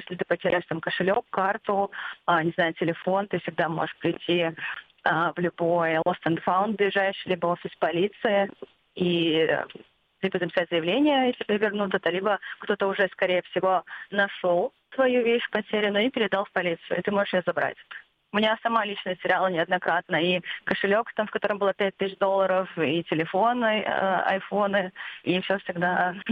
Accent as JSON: {"language": "Russian", "country": "Russia", "said": "Я открыто говорю, что я из России, и, ну, так как я говорю по-японски"}